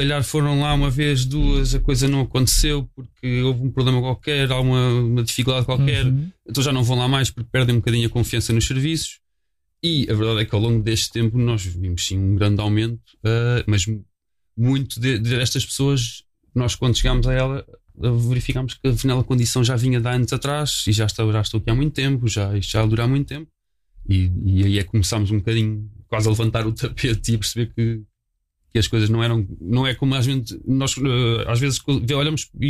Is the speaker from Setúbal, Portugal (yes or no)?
no; Sintra, Lisbon, Portugal; Eu sou cá de Sintra, desde sempre nasci aqui, cresci aqui, andei na escola aqui também.